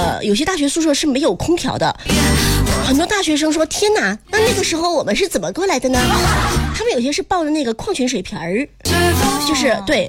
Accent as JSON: {"language": "Chinese", "region": "Sichuan", "country": "China", "accent": "Sichuanese", "said": "就我们四川话叫老辈子"}